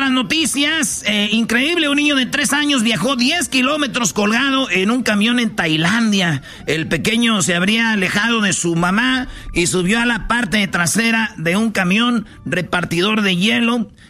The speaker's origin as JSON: {"language": "Spanish", "country": "Mexico", "said": "Como somos los mexicanos, acuérdense del caballo de Troya, güey."}